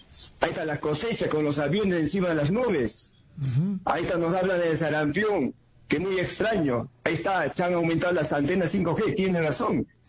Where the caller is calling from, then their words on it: Juliaca, Puno, Peru; desde Juliaca, Funo.